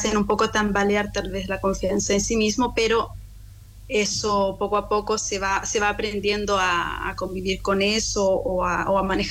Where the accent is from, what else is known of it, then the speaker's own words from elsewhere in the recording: Coyhaique, Aysén, Chile; moved away as an adult; now in Rome, Italy; Yo nací en Coyhaique en 1988. Bueno, toda mi infancia y mi adolescencia, primeros años de la juventud, los pasé allá. Después comencé a ir a otras ciudades para estudiar